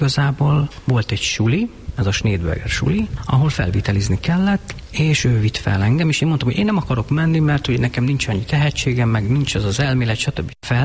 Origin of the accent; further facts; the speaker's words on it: Nagykanizsa, Zala, Hungary; Hát ugye én Zala megyei vagyok, azon belül is Nagykanizsai